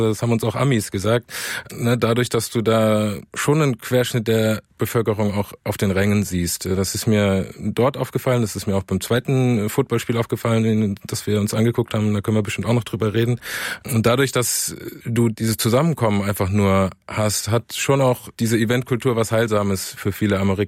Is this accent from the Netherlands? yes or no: no; Pforzheim, Baden-Württemberg, Germany; also ich komme aus Pforzheim.